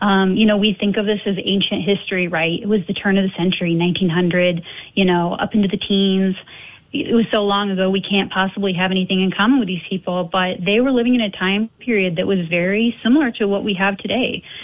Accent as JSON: {"language": "English", "town": "Kickapoo", "region": "Illinois", "country": "United States", "tie": "born or raised there", "moved": "yes", "lives_now": "Minnesota, United States", "said": "I grew up just outside of Kickapoo."}